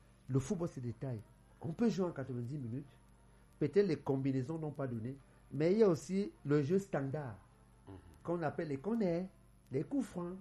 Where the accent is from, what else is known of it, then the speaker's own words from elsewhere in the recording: Cameroon; nous sommes Camerounais.